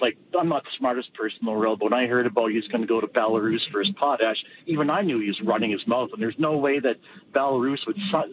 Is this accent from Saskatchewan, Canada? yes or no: yes; Saskatchewan, Canada; moved away; I was originally from Saskatchewan, had family that worked in the potash business.